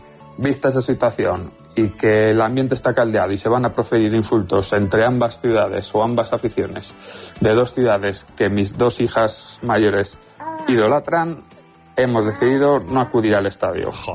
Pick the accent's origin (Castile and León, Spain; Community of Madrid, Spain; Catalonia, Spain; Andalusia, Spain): Castile and León, Spain; Burgos; Mi mujer es de León, yo soy burgalés y tenemos tres hijas palentinas.